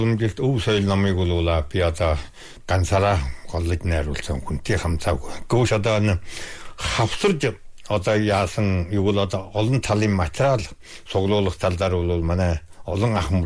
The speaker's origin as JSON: {"language": "Mongolian", "region": "Inner Mongolia", "country": "China", "said": "Нэг манай нэг үндэстэн ястны бол одоо 1734 оноос баг 8 хошуу хөлөмбөрийн тал нутагт ирээд одоо ихэд орогнон суугаад 280 гэдэг жил болж байна. Одоо 290 шахуу жил болж байна."}